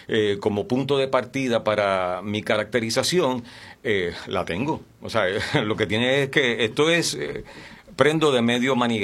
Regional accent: Mayagüez, Puerto Rico; Yo soy de aquí, de Mayagüez

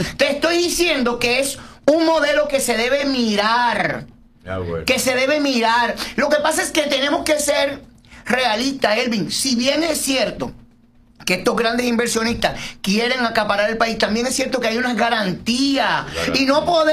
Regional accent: Miches, El Seibo, Dominican Republic; born there; El mismo pueblo donde yo nací, el paraíso en este terreno, Miche.

